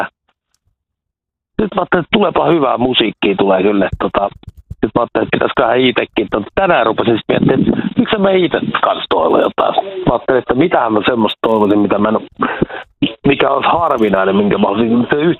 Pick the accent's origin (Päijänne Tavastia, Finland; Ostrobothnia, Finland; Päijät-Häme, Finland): Päijänne Tavastia, Finland; Lahti; moved away as an adult; now in Korja, Kouvola, Finland; En, mä oon Lahdesta kotosi, että 2003 muutin tänne Kouvolaan ja kiersin koko Kouvolaan ympäri ja sitten asetuttiin perheen kanssa tähän Korjalle 2016.